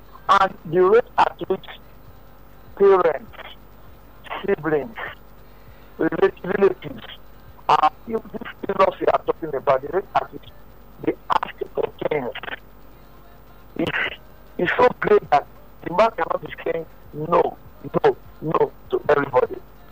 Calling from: Nigeria; I'm calling from Okpokome.

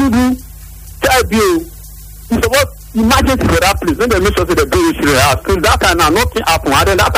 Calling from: Nigeria

